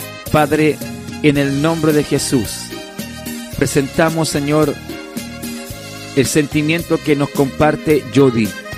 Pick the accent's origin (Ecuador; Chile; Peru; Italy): Chile; Temuco, Araucanía; born or raised there